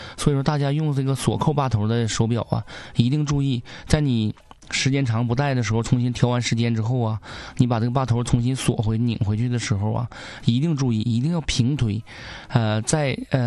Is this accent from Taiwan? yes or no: no; Northeast China, China; 用我们东北话讲